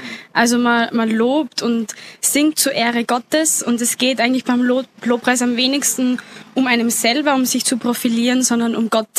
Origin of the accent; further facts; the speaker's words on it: Styria, Austria; Ich bin eine waschechte Obersteirerin aus dem schönen Murtal in der Nähe von Seckau.